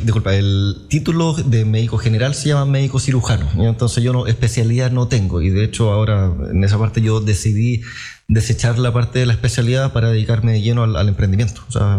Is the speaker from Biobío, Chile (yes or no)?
yes; Concepción, Biobío, Chile; moved away as an adult; also born or lived in Talcahuano; now in Puerto Montt, Chile; Mira, yo soy penquista, oriundo de Concepción, nacido en Talcahuano, chorero.